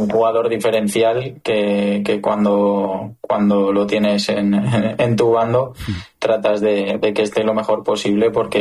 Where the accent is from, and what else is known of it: Spain